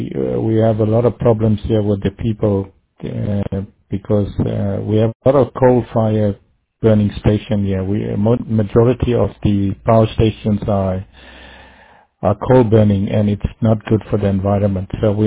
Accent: Phoenix, KwaZulu-Natal, South Africa; located in the port city of Durban on the east coast of South Africa. We do have a Phoenix here, and my hometown is Phoenix there

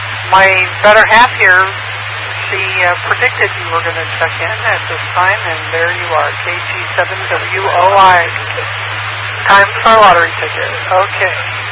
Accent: Pacific Northwest, United States; I grew up in the Pacific Northwest.

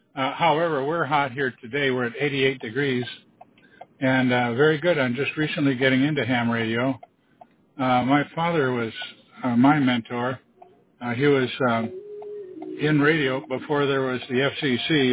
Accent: Wisconsin, United States; moved away as an adult; I grew up in Wisconsin. We moved out here 45, 50 years ago on a job and stayed.

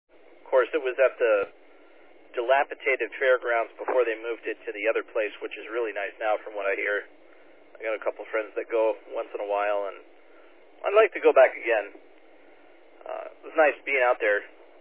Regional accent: Ohio, United States; moved away; So I'm originally from Ohio.

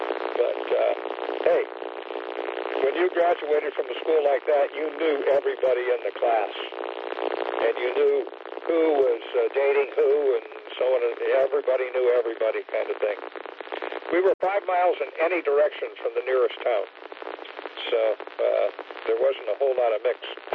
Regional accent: Ohio, United States; We grew up in Ohio. It was white Anglo-Saxon Protestant, and the town was that way, too.

